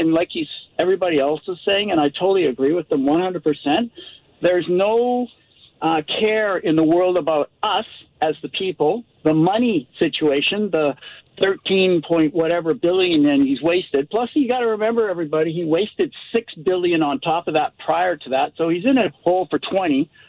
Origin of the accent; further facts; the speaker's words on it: Richmond, British Columbia, Canada; moved away as an adult; I used to live in Richmond I grew up in Richmond for a long time.